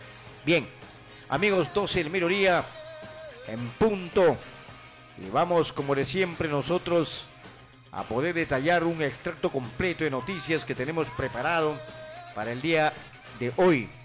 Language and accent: Spanish; Peru; nosotros como buenos peruanos